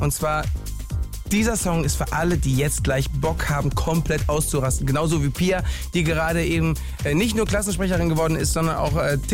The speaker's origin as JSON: {"language": "German", "area": "Mallorca", "region": "Balearic Islands", "country": "Spain", "tie": "born or raised there", "moved": "yes", "said": "ich bin ja auf Mallorca aufgewachsen"}